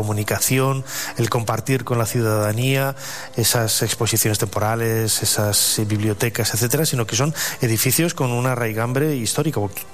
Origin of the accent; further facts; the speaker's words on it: León, Castile and León, Spain; born there; also born or lived in Valladolid; yo nací en León, viví en Valladolid